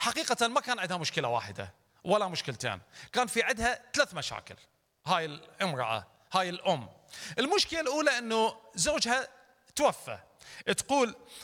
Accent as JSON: {"language": "Arabic", "country": "Iraq", "said": "احنا عندنا بالعراق"}